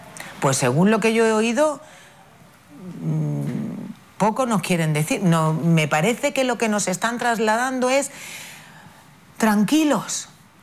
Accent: Spain; unas ciudades como Ceuta y Melilla, que somos frontera sur de Europa

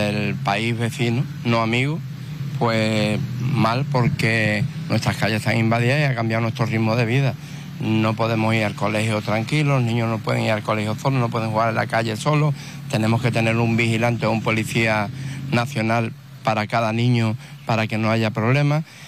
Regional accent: Ceuta, Spain; nosotros somos ciudadanos de Ceuta, como cualquier otro barrio

